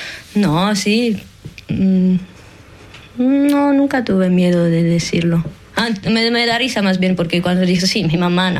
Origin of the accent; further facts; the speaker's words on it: Ticino, Switzerland; Spanish is a second language; moved away as an adult; now in Marseille, France; De hecho, crecí en las montañas, en pueblitos de montaña, y pasé toda mi niñez jugando en los bosques.